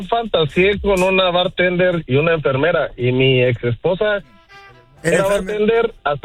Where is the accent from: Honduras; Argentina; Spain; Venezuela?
Venezuela; Mira, fíjate que soy venezolano, pero no dejo de escuchar la radio con ustedes todo el tiempo.